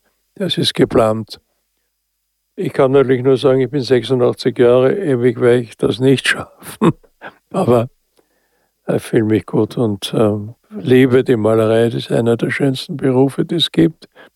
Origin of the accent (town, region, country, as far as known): Austria